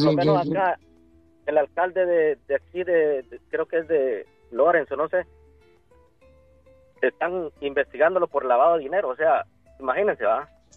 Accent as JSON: {"language": "Spanish", "country": "Guatemala", "moved": "yes", "lives_now": "United States", "said": "Y yo siendo guatemalteco"}